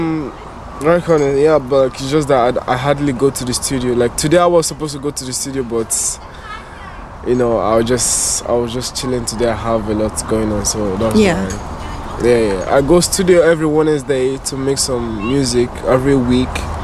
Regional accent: Nigeria; now in Cork, Ireland; I'm from Nigeria. I just moved to Ireland 2 years ago, and I live in Cork City.

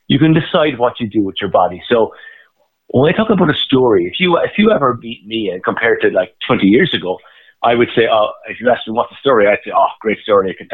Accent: Ireland; But I'm an Irish person, very passionate about Ireland

